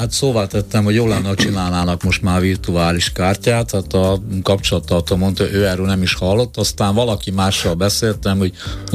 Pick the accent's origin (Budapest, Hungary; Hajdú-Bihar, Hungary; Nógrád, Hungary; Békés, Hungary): Hajdú-Bihar, Hungary; Debrecen; born there; Mert nem van, ott születtem, tehát ez nem lehet véletlen.